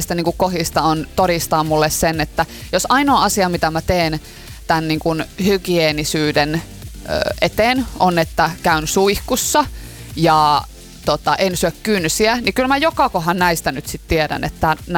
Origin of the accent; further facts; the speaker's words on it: Pielavesi, North Savo, Finland; Pielavedellähän yksi ainoa aktiviteetti kotikylä, mistä olen siis kotoisin, jos joku ei tiedä, niin 4000 asukkaan pikkukylä.